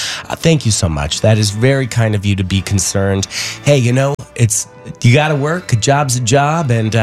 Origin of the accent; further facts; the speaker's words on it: Washington, United States; moved away; people like Jeff from my home state of Washington.